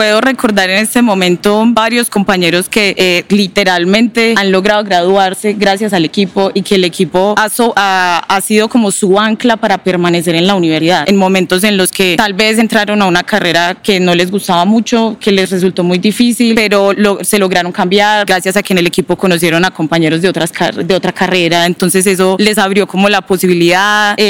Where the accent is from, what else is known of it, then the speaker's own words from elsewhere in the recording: Medellín, Antioquia, Colombia; yo sí soy de Medellín